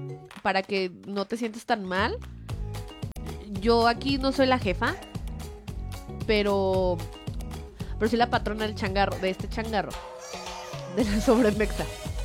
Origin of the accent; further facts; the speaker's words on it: Mexico; porque soy mexicano, esta es mi bandera, porque estamos en el mes patrio, claro que sí.